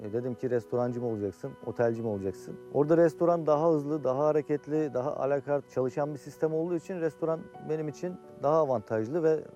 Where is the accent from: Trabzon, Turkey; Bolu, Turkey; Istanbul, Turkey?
Bolu, Turkey; Mengen; moved away as an adult; now in Bodrum, Turkey; ben tabii Mengen'den ayrılmak durumunda kaldım. Ve şu an Bodrum'da yaşıyorum. Çocukluğum Mengen'de geçti. Gerçekten sokaklarda bir çocukluk geçirdim.